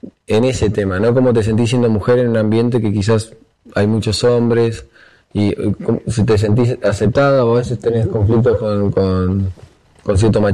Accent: La Plata, Buenos Aires Province, Argentina; yo soy rioplatense, sí, soy de La Plata, soy porteño, o sea, vivo hace años acá.

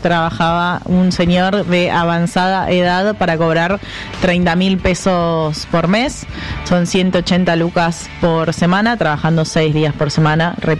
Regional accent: Argentina

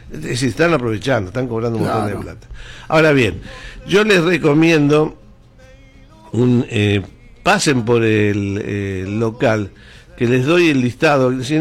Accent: Argentina; como siempre los argentinos tenemos algún problemita

